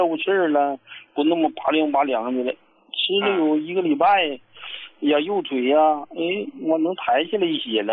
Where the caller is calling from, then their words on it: Harbin, Heilongjiang, China; 胡老师，我是哈尔滨的朋友。